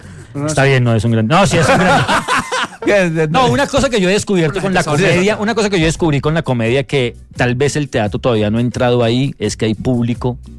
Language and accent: Spanish; Bogotá, Colombia; Es de Venecia, Italia, yo soy del rincón de Venecia.